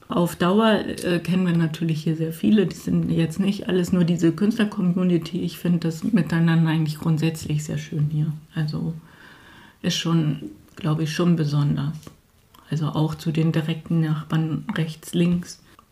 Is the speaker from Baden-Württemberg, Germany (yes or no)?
no; Lower Saxony, Germany; born there; moved away; Ich bin ständig unterwegs gewesen. Also meine längste Zeit, dass ich irgendwo wohne, ist wirklich Doebes. Und geboren bin ich in Ostfriesland.